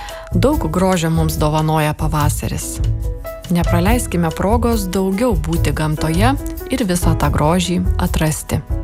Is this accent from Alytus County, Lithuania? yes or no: no; Kupiškis, Panevėžys County, Lithuania; pamačiau dar praeitą vasarą, keliaudama po savo gimtąjį kraštą Kupiškio apylinkes.